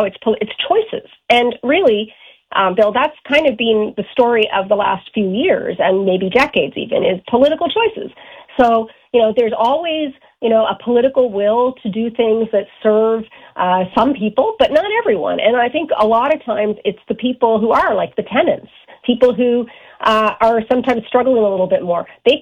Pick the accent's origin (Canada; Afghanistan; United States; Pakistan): Canada; Newfoundland and Labrador; moved away as an adult; now in Ontario, Canada; When I first moved to Ontario from Newfoundland in the late 80s, early 90s, I couldn't believe the weather. I mean, I'm from Newfoundland originally.